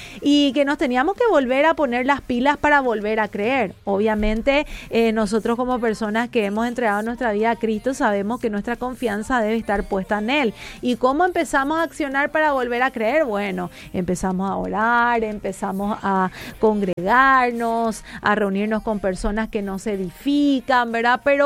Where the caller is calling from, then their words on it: Villa Elisa, Central, Paraguay; de Villa Elisa.